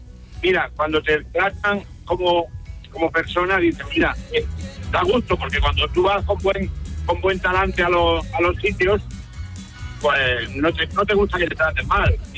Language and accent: Spanish; Seville, Andalusia, Spain; Vengo de Sevilla, mi arma.